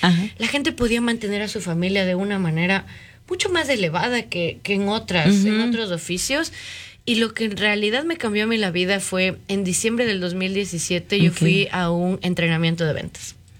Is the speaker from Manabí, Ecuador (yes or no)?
no; Quito, Pichincha, Ecuador; moved away as an adult; now in Madison, United States; Cambia un poquito el acento, pero no, muy orgullosa de ser ecuatoriana. Crecí en Quito